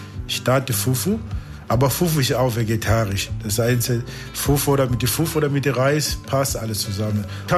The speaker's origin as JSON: {"language": "German", "country": "Angola", "second_language": "German", "moved": "as an adult", "lives_now": "Germany", "said": "Ich komme aus Nord."}